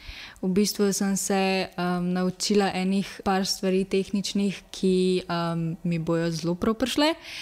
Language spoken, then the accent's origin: Slovenian; Ljubljana, Central Slovenia, Slovenia; stara sem 20 let in prihajam iz Ljubljane.